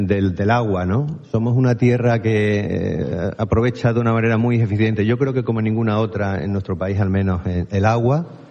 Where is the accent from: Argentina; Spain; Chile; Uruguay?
Spain; El Ejido, Andalusia; Yo vengo del Ejido y ha crecido, pues imagínate, en menos de medio siglo ha podido crecer en 80.000 habitantes